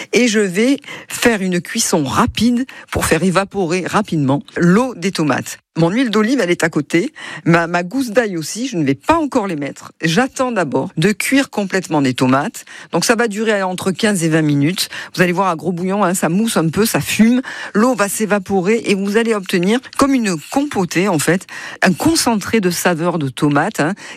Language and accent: French; Provence-Alpes-Côte d'Azur, France